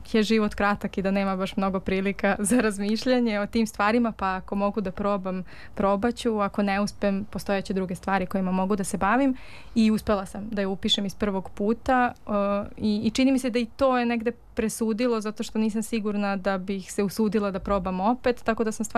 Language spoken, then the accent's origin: Serbian; Stara Pazova, Vojvodina, Serbia; Ja sam odrasla u Staroj Pazovi i Pazova je imala veliku tradiciju amaterskog pozorišta